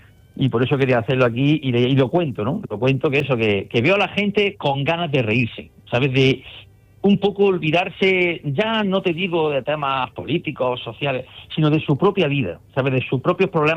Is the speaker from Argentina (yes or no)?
no; Jaén, Andalusia, Spain